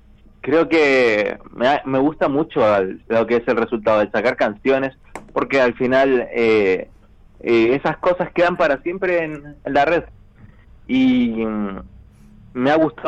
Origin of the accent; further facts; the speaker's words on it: Santiago, Santiago Metropolitan Region, Chile; Santiago.